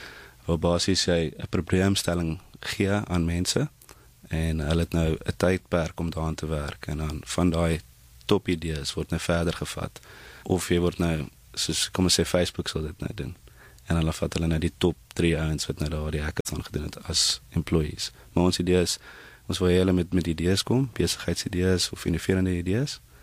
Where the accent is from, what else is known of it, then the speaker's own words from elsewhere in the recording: Pretoria, Gauteng, South Africa; In Pretoria. Dis op skool by Pretoria Boys High gewees. In die koshuis.